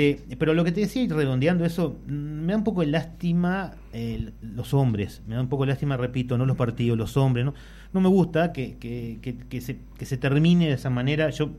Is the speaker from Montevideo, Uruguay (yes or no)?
no; Salto, Uruguay; venimos de Salto.